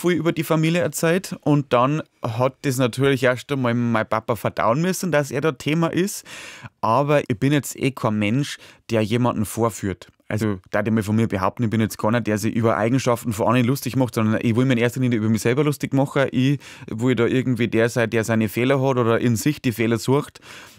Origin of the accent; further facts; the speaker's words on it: Bavaria, Germany; im Bayerischen Wald, wo ich herkomme